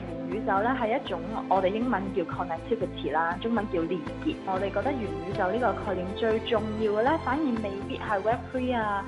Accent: Hong Kong; 我是一个香港土生土长的创业者，读书的时候在外国多些

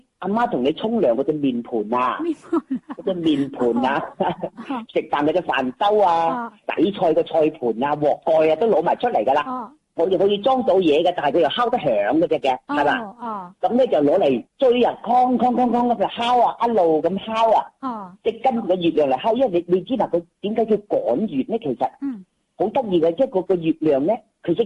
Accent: Yangchun, Guangdong, China; now in Shenzhen, China; 我家乡系阳江阳春人。

